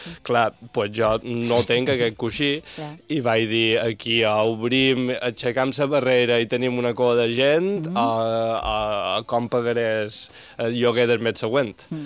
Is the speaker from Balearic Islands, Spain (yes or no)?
yes; Montuïri, Balearic Islands, Spain